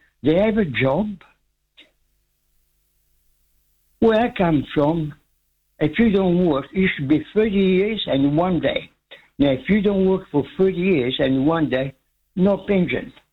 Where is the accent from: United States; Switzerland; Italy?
Italy; English is a second language; moved away as an adult; now in New Zealand; I come from Italy, and I left Italy home when I was 18 years old.